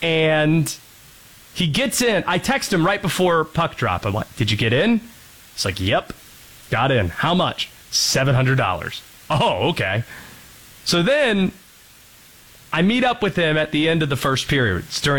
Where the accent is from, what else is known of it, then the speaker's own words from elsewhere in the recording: Raleigh, North Carolina, United States; See, my dad, we grew up right outside of Raleigh, diehard Canes fan.